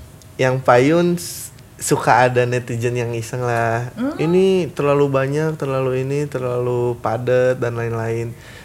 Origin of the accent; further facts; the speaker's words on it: Bandung, West Java, Indonesia; Saya asli anak Bandung.